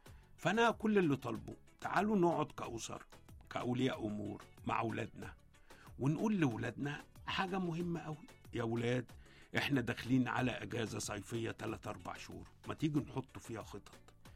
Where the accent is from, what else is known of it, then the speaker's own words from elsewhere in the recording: Nile Delta, Egypt; أنا من جيل كان يعلم أن القراءة مفتاح المعرفة. فأذكر أن في مدينتي في وسط الدلتا أنا كنت بروح لقصر الثقافة أعمل اشتراك